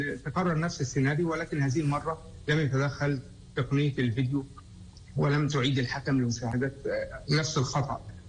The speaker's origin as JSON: {"language": "Arabic", "country": "Egypt", "said": "احنا كنا هنا في مصر بنشجع المنتخب الفلسطيني"}